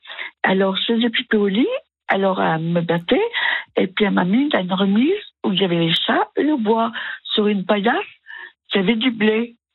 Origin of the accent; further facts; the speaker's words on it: Cosne-Cours-sur-Loire, Bourgogne-Franche-Comté, France; je suis née à Cône.